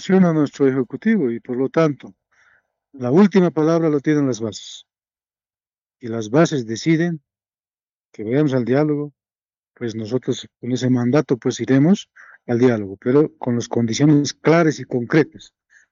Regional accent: Bolivia; pero como recalco, como bolivianos también, tenemos que dar la solución a este tema en este momento.

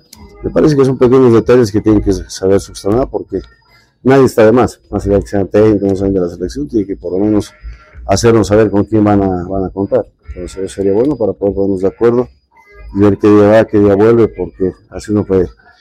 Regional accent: Bolivia

